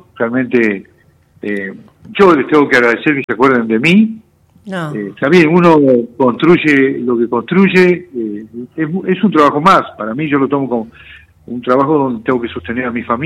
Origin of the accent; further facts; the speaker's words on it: Neuquén, Argentina; Y yo tengo, si yo vengo de Neuquén, en Neuquén tengo en el barrio Melipal tengo un dinosaurio